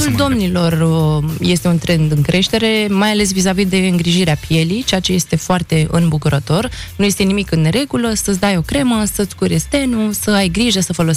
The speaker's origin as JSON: {"language": "Romanian", "country": "Romania", "tie": "born or raised there", "also_born_or_lived": "Jerusalem", "said": "Tatăl meu este arab și mama mea este româncă, sunt născută în Ierusalim, dar sunt crescută aici."}